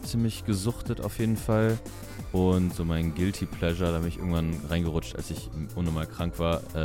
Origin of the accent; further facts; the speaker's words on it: Cologne, North Rhine-Westphalia, Germany; Ich komme aus Köln am Rhein.